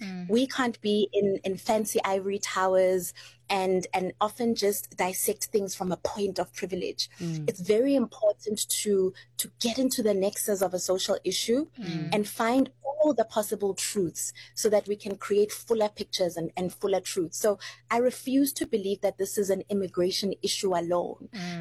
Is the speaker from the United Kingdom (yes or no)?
no; South Africa; as a South African